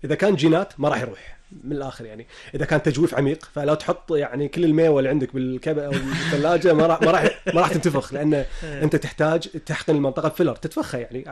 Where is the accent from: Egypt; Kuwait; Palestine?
Kuwait; وعندنا وايد بالكويت